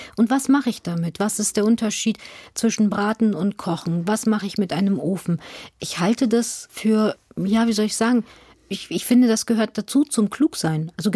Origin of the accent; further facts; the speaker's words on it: Lower Saxony, Germany; Ich bin in Niedersachsen zur Schule gegangen.